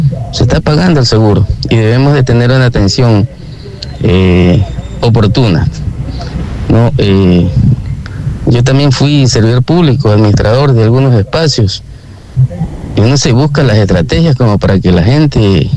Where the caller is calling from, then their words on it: Salinas, Santa Elena, Ecuador; Saludos, Antena Península. Soy un ciudadano del Cantón Salinas.